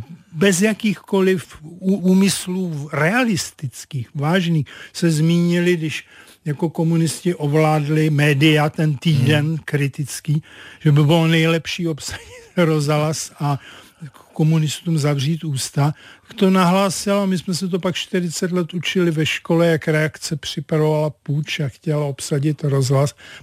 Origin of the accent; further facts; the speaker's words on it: Karlovy Vary, Karlovy Vary Region, Czechia; vím, jaké osudy měl, protože pocházím z Karlových Varů.